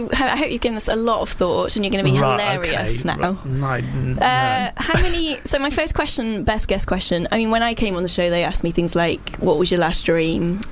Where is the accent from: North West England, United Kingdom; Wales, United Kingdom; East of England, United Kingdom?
Wales, United Kingdom; Okay, so did you know that it's Welsh? We're both Welsh.